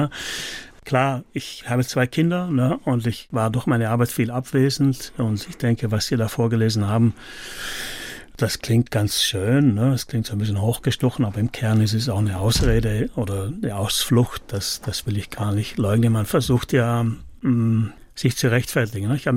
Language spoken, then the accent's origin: German; Iran; Aber sicher, wir sind auch geprägt durch den starken, gerade im Iran, wo ich aufgewachsen bin, damals bundesdeutschen Tourismus, der war sehr stark.